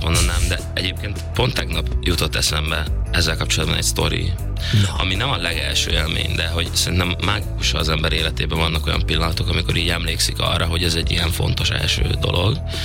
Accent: Gödöllő, Pest, Hungary; még a Döllőn laktunk, vagy hát én is így tulajdonképpen ott nőttem fel

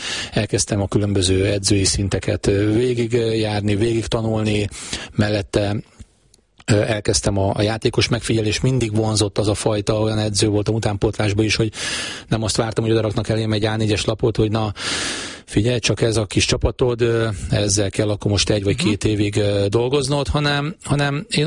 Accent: Pécs, Baranya, Hungary; ha Nyíregyházáról hazamegyek, ugye pécsiként

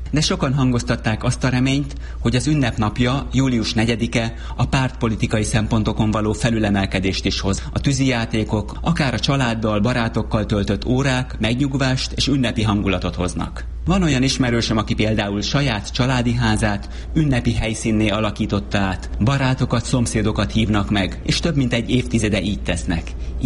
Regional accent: Hungary; én magyar vagyok

